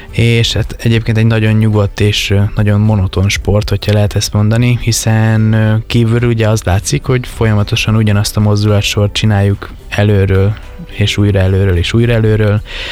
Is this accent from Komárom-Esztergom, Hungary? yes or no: yes; Komárom, Komárom-Esztergom, Hungary; szerencsés helyzetem volt, hogy én komáromiként szerettem meg a sportlövészetet, hiszen a komáromi sportlövészet az évtizedekre nyúlik vissza